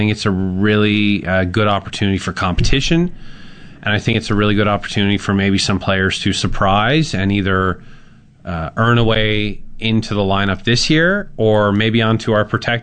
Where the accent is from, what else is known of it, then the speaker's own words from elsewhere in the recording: Newfoundland and Labrador, Canada; I'm originally from Newfoundland, so a lot of us from Newfoundland are kind of seafood snobs, so to speak.